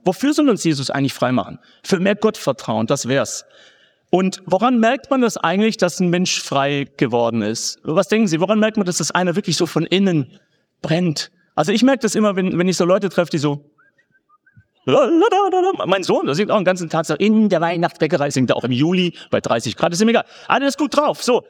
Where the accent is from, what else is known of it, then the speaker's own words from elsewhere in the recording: Baden-Württemberg, Germany; Schwaben hier vielleicht zufällig? Ja, ich bin selber Schwabe.